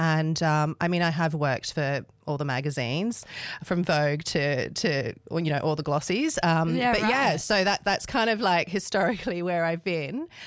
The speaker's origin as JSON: {"language": "English", "town": "Sydney", "region": "New South Wales", "country": "Australia", "lives_now": "Northern Rivers, Australia", "said": "I am a local now. I'm originally from Sydney, but I have moved to the Northern Rivers about the end of last year."}